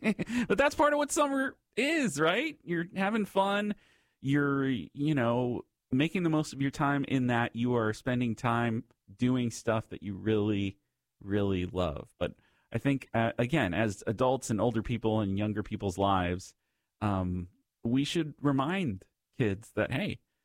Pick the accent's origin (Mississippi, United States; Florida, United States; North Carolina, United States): Florida, United States; Miami; now in Tampa Bay area, United States; I remember even before I moved up to the Tampa Bay area, I was born and raised down in Miami